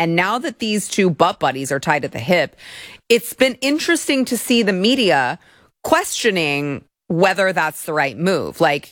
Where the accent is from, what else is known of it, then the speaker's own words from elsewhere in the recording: United States; because I'm an American